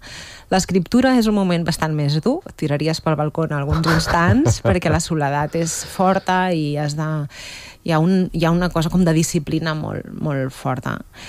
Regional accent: Sant Fost de Campsentelles, Catalonia, Spain; also born or lived in Granollers / Mollet del Vallès; Vaig néixer, en realitat vaig néixer a Granollers i he viscut sempre a Sant Fost i després a Mollet, de jove, però vaig anar a l'institut de Mollet.

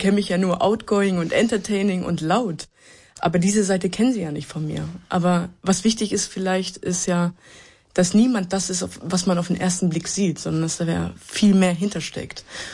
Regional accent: Hanover, Lower Saxony, Germany; Weil wir sind in Hannover-Linden groß geworden.

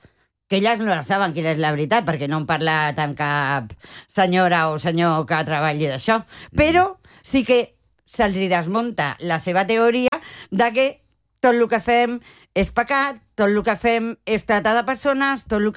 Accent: Barcelona, Catalonia, Spain; Jo sóc de Barcelona, però treballàvem en una associació que es deia Etaire.

